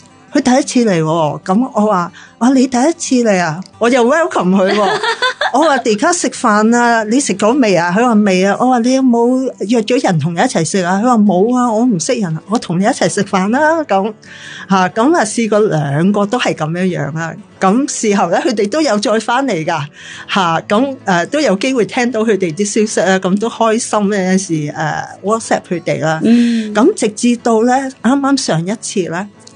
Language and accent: Cantonese; China; 三个系加拿大裔，但系咧一个系意大利裔，我系中国人，另外一个系印裔。